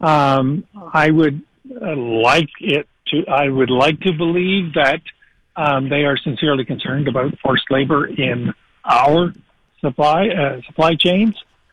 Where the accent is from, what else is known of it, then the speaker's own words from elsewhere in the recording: Canada; And I don't think that's how we see ourselves as Canadian citizens or as the nation of Canada.